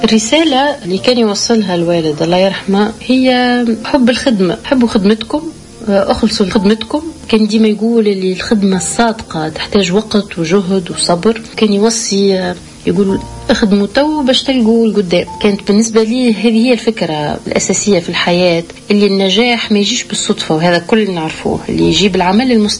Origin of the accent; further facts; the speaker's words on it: Medenine, Tunisia; بين دارنا في مدنين